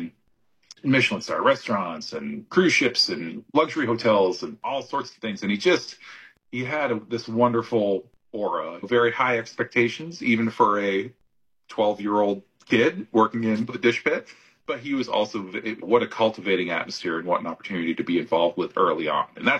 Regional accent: Brandon, Vermont, United States; Brandon, Vermont, my hometown where I grew up.

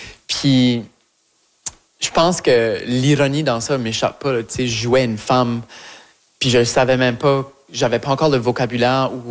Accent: Shediac, New Brunswick, Canada; accent: Chiac; que je parle Chiac, que j'ai grandi à Chédiac, que je suis acadienne, que je suis fière d'avoir un parcours à Moncton, au Nouveau-Brunswick.

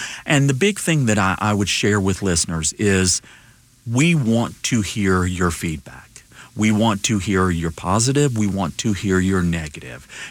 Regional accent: Alabama, United States; You know, growing up in Alabama, we used to say to get anywhere you had to go through Atlanta.

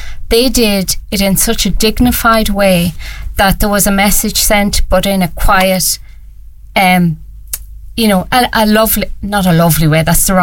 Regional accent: Ireland

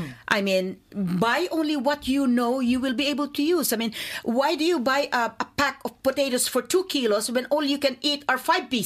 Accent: Philippines; I'm a Filipino, iba tayo

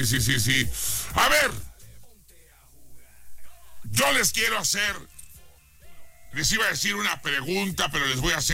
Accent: Guadalajara, Jalisco, Mexico; now in Aguascalientes, Mexico; tengo ganas de ir a mi tierra

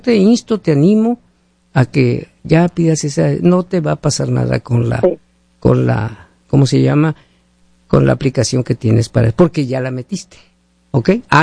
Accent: Hermosillo, Sonora, Mexico; moved away; a mí me hablan allá de mi tierra Hermosillo, Sonora, México.

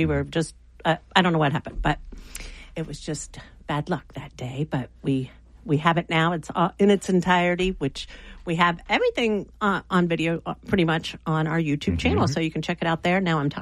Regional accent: Mount Vernon, Ohio, United States; He'll be playing in my hometown at Memorial.

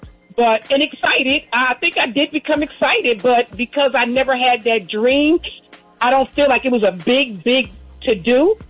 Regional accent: New Jersey, United States; now in Atlanta, United States; we came from the north and moved down here to Atlanta, but I grew up in Jersey

